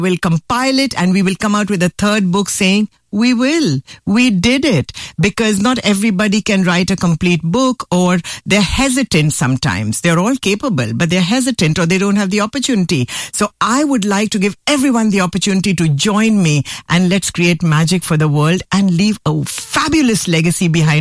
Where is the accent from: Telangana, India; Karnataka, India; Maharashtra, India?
Maharashtra, India; Mumbai; moved away as an adult; also born or lived in Delhi / America; now in Mauritius; I was born in Delhi, brought up in Bombay, and I studied in Bombay, but then I went overseas to America to do art school.